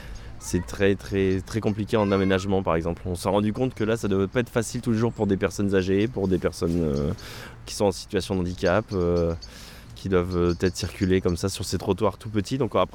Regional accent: Clermont-Ferrand, Auvergne-Rhône-Alpes, France; moi je suis originaire de Clermont-Ferrand.

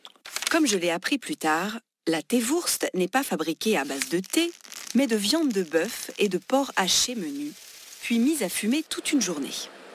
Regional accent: France; Je suis française et j'ai régulièrement séjourné en Allemagne dans le cadre d'échanges scolaires.

